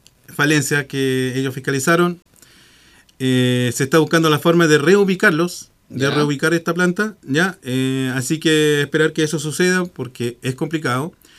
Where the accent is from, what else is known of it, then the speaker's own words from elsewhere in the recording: Queilen, Los Lagos, Chile; No, yo pues soy del Elbo, de la comuna de Keilen.